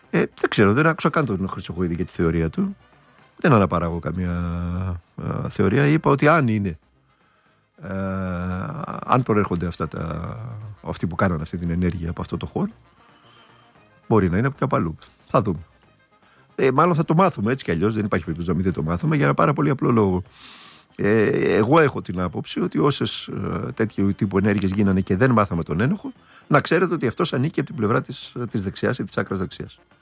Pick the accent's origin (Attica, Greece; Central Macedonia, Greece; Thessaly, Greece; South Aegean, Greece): Central Macedonia, Greece; Thessaloniki